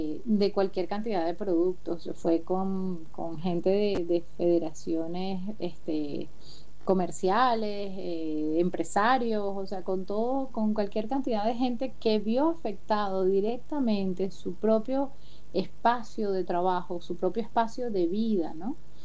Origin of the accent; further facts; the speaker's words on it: Venezuela; mi país, en la República Bolivariana de Venezuela